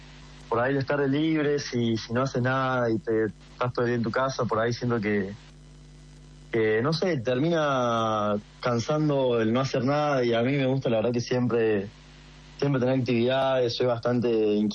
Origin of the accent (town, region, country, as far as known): Córdoba, Argentina